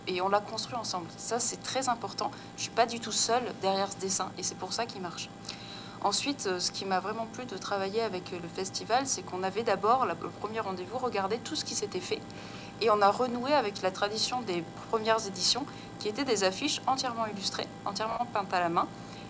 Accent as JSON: {"language": "French", "town": "Arlanc", "region": "Auvergne-Rhône-Alpes", "country": "France", "tie": "born or raised there", "said": "je suis originaire d'Arlan, donc c'est pas très très loin de Craponne."}